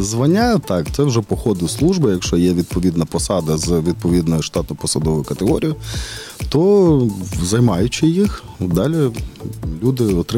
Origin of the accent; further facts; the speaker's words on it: Ivano-Frankivsk, Ivano-Frankivsk Oblast, Ukraine; Я теж з Франківська.